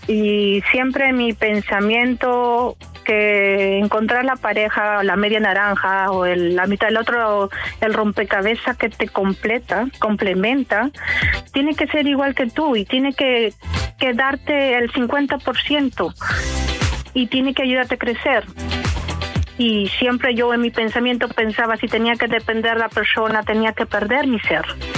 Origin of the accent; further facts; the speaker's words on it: Peru; now in Amsterdam, Netherlands; Soy peruana.